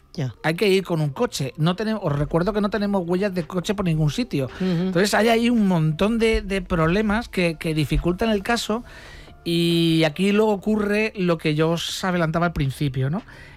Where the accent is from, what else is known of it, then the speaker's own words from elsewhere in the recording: Region of Murcia, Spain; Yo recuerdo, yo como murciano, que no soy de aquí